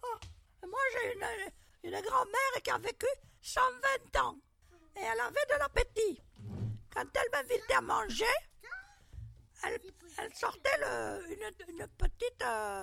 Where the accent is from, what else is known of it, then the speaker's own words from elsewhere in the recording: Toulouse, Occitanie, France; also born or lived in Paris; à 9 jours, je suis partie de Paris. Je suis née à Paris et je suis partie à Toulouse chez mes grands-parents.